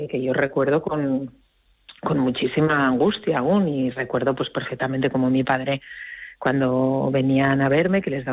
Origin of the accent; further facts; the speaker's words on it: Asturias, Spain; Central de Asturias, porque yo soy asturiana, pues en brazos de unos padres aterrados